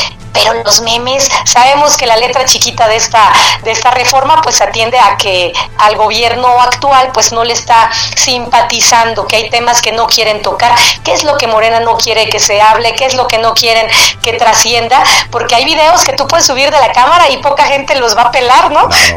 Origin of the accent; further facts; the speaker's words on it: Mexico; Ese sería el llamado a estar unidos como mexicanos en contra de legislaciones como lo que hoy está sucediendo